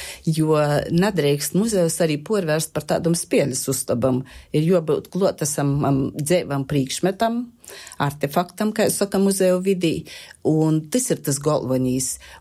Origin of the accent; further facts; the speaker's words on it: Latgale, Latvia; first language Latgalian; Latgola ir mana dzimto puse. Latgalies runāju savā motis tāva valūdā. Latgalies arī atsagrīžos pēc studējām strodot.